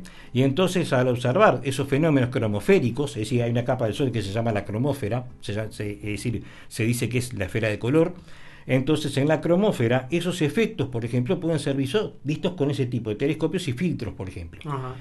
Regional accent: Montevideo, Uruguay; moved away as an adult; also born or lived in Solimar, Uruguay; now in Marindia, Uruguay; Yo soy montevideano de por sí, viví hasta los 46 años en Montevideo, hasta que por razones familiares me mudé a Solimar, aquí en la Costa de Oro

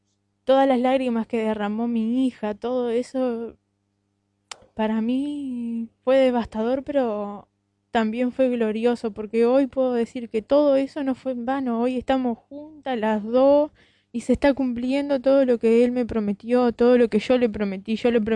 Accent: Parque del Plata, Canelones, Uruguay; Nosotros venimos de Parque del Plata, de Canelones.

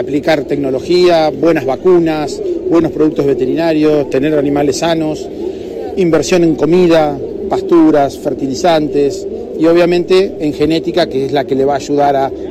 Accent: Argentina

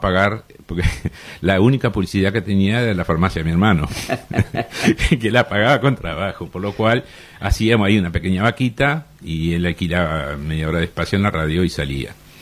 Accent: Valle Edén, Tacuarembó, Uruguay; born there; moved away; also born or lived in Montevideo; yo fui a la 23 de Valledén.

